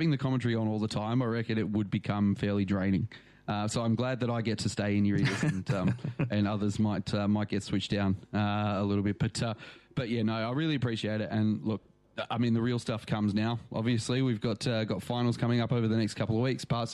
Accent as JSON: {"language": "English", "town": "Wagin", "region": "Western Australia", "country": "Australia", "tie": "born or raised there", "said": "We grew up together in Wagen."}